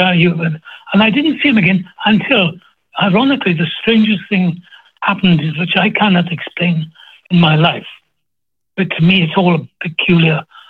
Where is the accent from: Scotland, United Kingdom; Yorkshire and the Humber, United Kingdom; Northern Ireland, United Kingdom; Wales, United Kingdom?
Wales, United Kingdom; now in United States; I'm Welsh, and that's it.